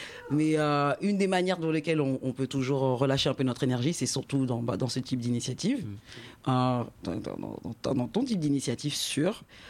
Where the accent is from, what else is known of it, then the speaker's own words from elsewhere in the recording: Haiti; c'est un documentaire que j'ai regardé sur Haïti, sur l'histoire d'Haïti, pour le coup, je suis haïtienne, et il m'a fait pleurer.